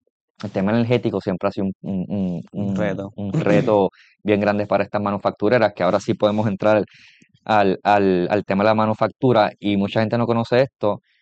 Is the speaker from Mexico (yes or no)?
no; Vega Baja, Puerto Rico; Yo soy de Vega Baja, yo estoy en Vega Baja.